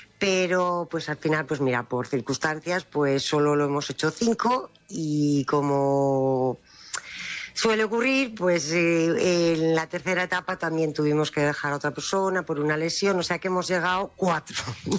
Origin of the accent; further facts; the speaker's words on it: Alicante, Valencian Community, Spain; Pues hemos salido desde Alicante, dos familias, una de Murcia y nosotros que somos de Alicante.